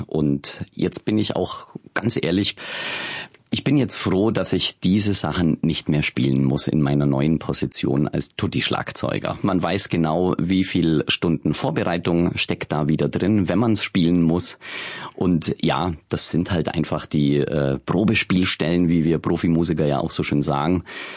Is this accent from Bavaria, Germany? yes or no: yes; Tannhausen, Bavaria, Germany; Also ich komme aus Tannhausen, ja, im beschaulicher Ort in Bayern, 1980 geboren.